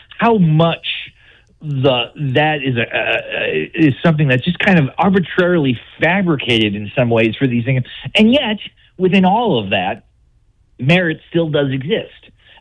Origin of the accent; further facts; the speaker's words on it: North Dakota, United States; moved away; also born or lived in Akron; growing up in North Dakota